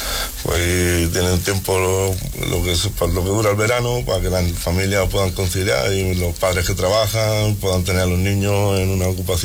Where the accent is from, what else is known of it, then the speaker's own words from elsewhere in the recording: Fonelas, Andalusia, Spain; moved away as an adult; also born or lived in Granada; yo soy de Fonela